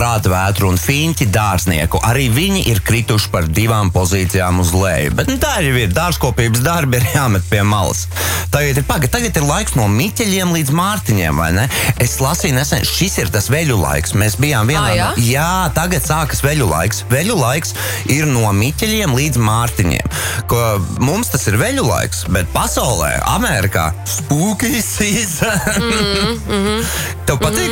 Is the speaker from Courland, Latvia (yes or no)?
no; Riga, Latvia; es uzaugu Ziepnieka kalnā, bloku mājās